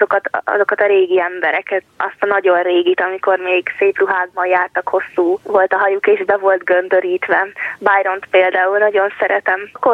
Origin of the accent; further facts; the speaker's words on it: Kecskemét, Bács-Kiskun, Hungary; born there; Kecskeméten születtem, 11-es tanuló vagyok a Piarista gimnáziumban.